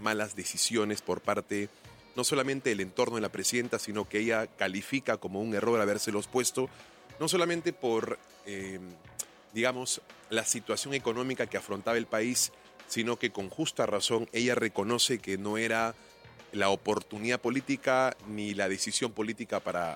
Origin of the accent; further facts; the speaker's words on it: Ayacucho, Peru; el gobierno regional de Ayacucho, que además es mi tierra.